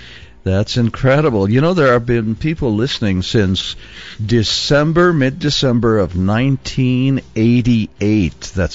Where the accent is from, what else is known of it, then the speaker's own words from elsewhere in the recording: Egypt; moved away; I was born and raised in Egypt when I was only about 6 or 7 years old at that time